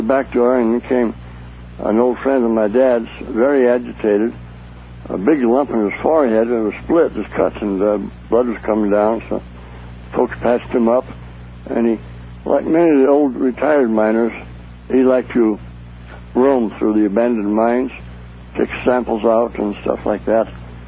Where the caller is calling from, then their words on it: Reno, Nevada, United States; I'm calling from Reno.